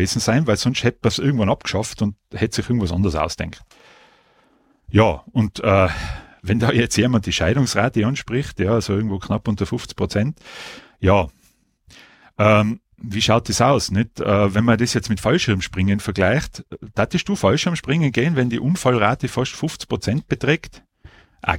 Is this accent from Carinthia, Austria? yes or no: no; Innsbruck, Tyrol, Austria; also born or lived in Leoben; Ich bin in Innsbruck geboren und aufgewachsen. Nach dem Gymnasium hat es mich in die Steiermark verschlagen, auf die Mondanuni in Leoben.